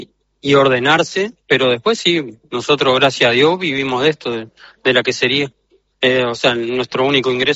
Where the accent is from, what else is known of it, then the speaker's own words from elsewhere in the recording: Maldonado, Uruguay; born there; moved away; nací en Maldonado.